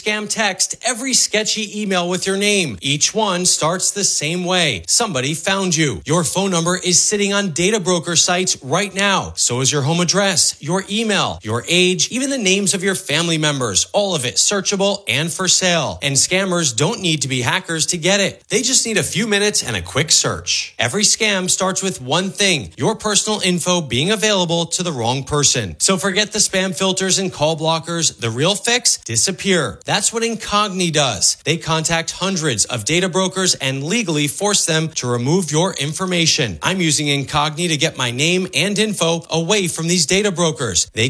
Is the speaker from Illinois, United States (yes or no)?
no; New Jersey, United States; when I was an 11-year-old, 12-year-old, 13-year-old growing up in New Jersey as a somewhat creative child